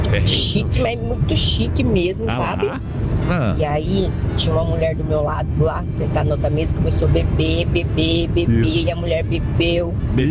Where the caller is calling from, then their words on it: Quatá, São Paulo, Brazil; Do interior de São Paulo, sou de Quatá.